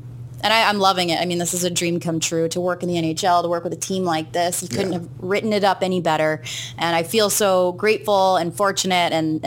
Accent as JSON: {"language": "English", "region": "New Hampshire", "country": "United States", "said": "You know, I'm from New England, New Hampshire."}